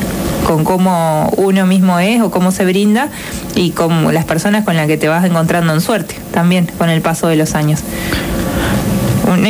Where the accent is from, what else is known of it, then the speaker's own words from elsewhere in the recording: Buenos Aires Province, Argentina; now in Paraná, Argentina; yo vengo de provincia de Buenos Aires, pero de la zona del conurbano, es decir, que uno viaja mucho todo el tiempo de una ciudad a otra para cualquier cosa